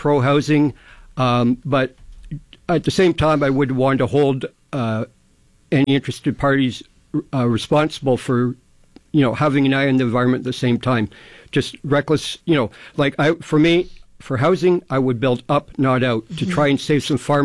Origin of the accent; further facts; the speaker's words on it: Toronto, Ontario, Canada; moved away as an adult; now in Windsor, Canada; I'm originally from Toronto. I moved to the core 16 years ago